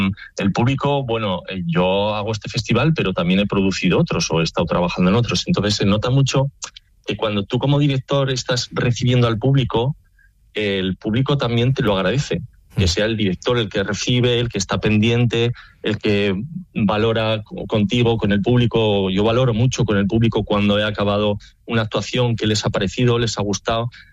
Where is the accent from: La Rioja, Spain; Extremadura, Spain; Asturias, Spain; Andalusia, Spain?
La Rioja, Spain; como soy de La Rioja, pues que he hecho el vermute